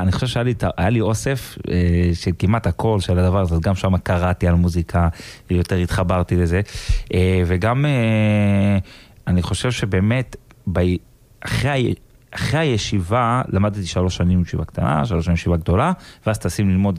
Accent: Bat Yam, Tel Aviv District, Israel; אני גדלתי בבת ים, בשליחות, ולא, זה לא היה כמו לצאת עכשיו לשחק עם, כמו, היו עוד משפחות חבדיות, שהן בתוך הקהילה של הבית חבד

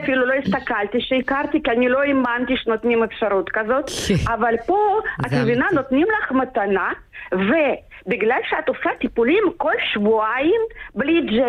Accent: Moscow, Russia; moved away as an adult; now in Israel; כשאני עליתי לארץ לפני 35 שנה, הייתי בחורה צעירה וכולי וכולי, אבל רגליים, ידיים וכל האזורים היו בלי שיער מרוסיה, כמעט מסיביר, ממוסקבה.

